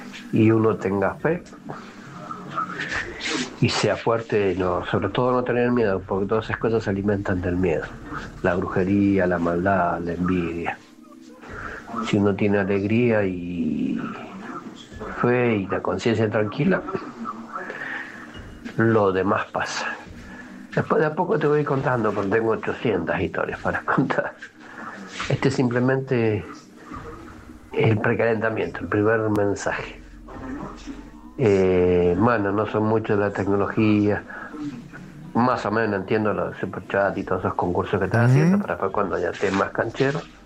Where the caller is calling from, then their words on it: Palmira, Mendoza, Argentina; de Palmira, Mendoza.